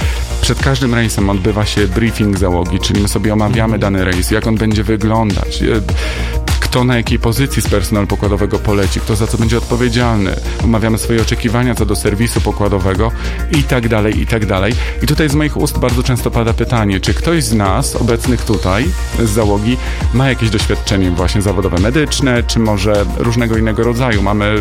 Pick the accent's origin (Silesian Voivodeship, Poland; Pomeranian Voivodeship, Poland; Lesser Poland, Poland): Lesser Poland, Poland; Nowy Sącz; now in Lublin, Poland; urodziłem się w Nowym Sączu i to jest moje rodzinne miasto, do którego zawsze z sentymentem wracam.